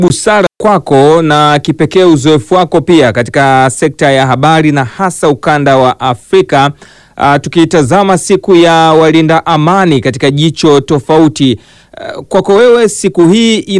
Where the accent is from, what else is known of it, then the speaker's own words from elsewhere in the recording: Tanzania; born there; Mimi na wewe tukiwa tumezaliwa hapa Tanzania na tutazikwa hapa